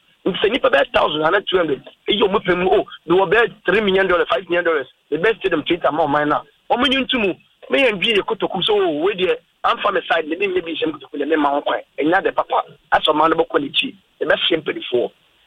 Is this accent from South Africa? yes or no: no; Ghana; I'm from Ghana.